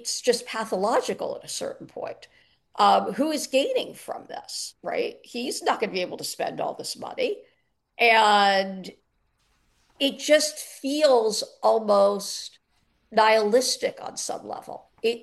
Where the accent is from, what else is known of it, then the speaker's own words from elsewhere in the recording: New York, United States; now in Los Angeles, United States; I'm a New Yorker, so even though I live in Los Angeles these days, I'm still a New Yorker.